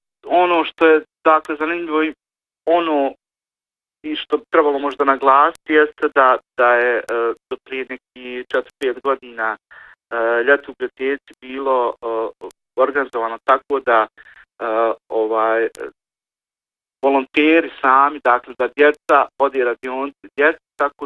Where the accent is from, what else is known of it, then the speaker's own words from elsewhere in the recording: Zenica, Federation of Bosnia and Herzegovina, Bosnia & Herzegovina; born there; iako sam rođen ovdje u Zenici, cijeli život sam...